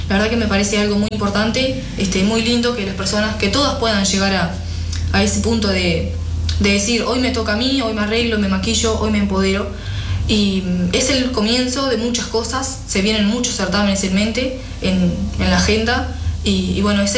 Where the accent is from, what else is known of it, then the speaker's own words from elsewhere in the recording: Uruguay; quisiera representar lo que somos los uruguayos, ¿tá?